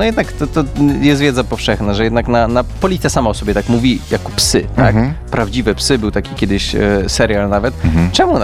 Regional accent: Masovian Voivodeship, Poland; ja jestem dobry chłopak z Targówka.

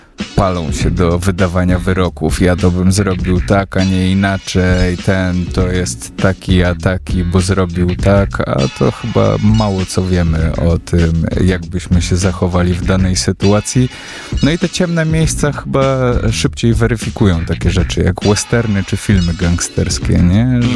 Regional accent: Warsaw, Masovian Voivodeship, Poland; born there

